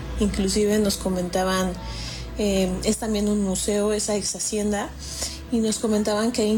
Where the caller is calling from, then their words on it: Cuautitlán Izcalli, State of Mexico, Mexico; Hola, ¿qué tal, Gina y Nacho? … soy de Cuautitlán Izcalli.